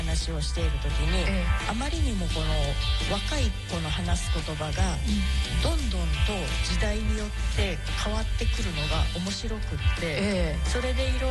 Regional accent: Nagoya, Aichi, Japan; 私名古屋出身なので通じます、

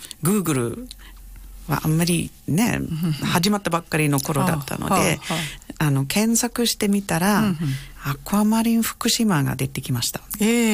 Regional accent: Southland, New Zealand; Japanese is a second language; moved away as an adult; now in Iwaki, Japan; 私の出身地はもう大自然のところで、はい、うん、前のロード・オフ・ザ・リングズっていう映画がとても有名だったんですけど、あそこの撮影 場所は私の近所なんですね。

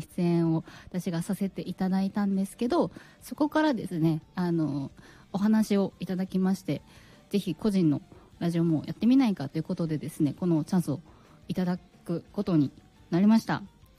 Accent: Aomori, Japan; moved away as an adult; now in Tokyo, Japan; まず出身が、東京ではなくて青森になります。青森からね、10年前ぐらいですね、上京をしてきて、もう東京に今10年ぐらい住んでいます。

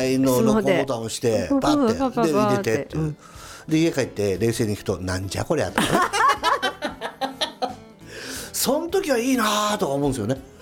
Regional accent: Yokohama, Kanagawa, Japan; 自分は横浜ですけど。

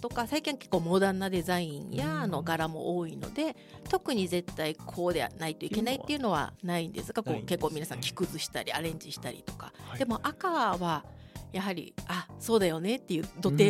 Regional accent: Nago, Okinawa, Japan; 私も先ほどちょっと説明した通りもともと地元名護出身なので、

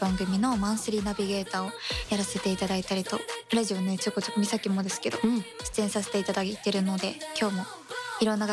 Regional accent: Miyazaki, Japan; は宮崎県出身で好きなものはワンちゃんと野球観戦です

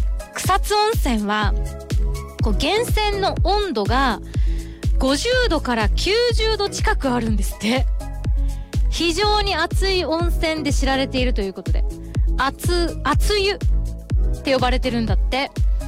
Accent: Okinawa, Japan; moved away; 8月はちょっと長めに地元沖縄に帰ろうと思ってるんですよ。

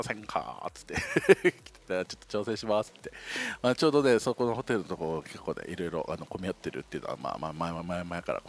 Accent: Okinawa, Japan; born or raised there

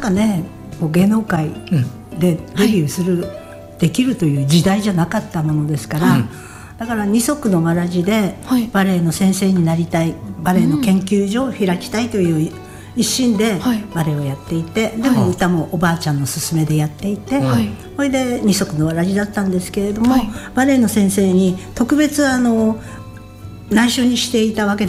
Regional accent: Sapporo, Hokkaido, Japan; でお母ちゃんと私が札幌で生まれ育ったんですけれども

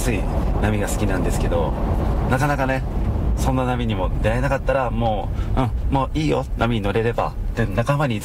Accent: Chigasaki, Kanagawa, Japan; 自分出身が茅ヶ崎なんですけど、

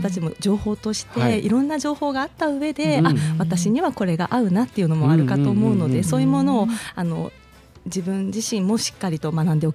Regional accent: Saitama, Japan; moved away as an adult; also born or lived in Yokohama; now in Kesennuma, Japan; 埼玉県出身です。

